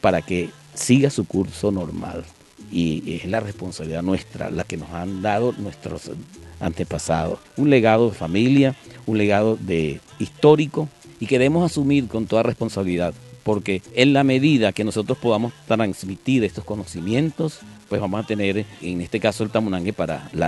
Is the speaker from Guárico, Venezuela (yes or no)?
no; Lara, Venezuela